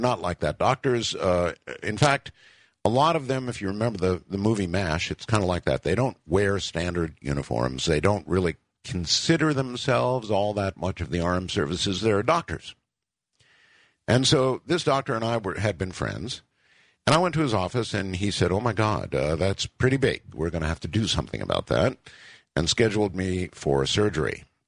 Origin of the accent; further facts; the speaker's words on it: Nevada, United States; Okay, let's go to my home state, Nevada.